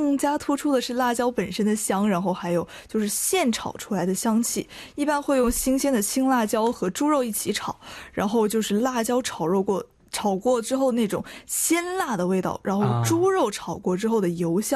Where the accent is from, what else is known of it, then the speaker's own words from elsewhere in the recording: Changsha, Hunan, China; 就是我们长沙人的打流文化。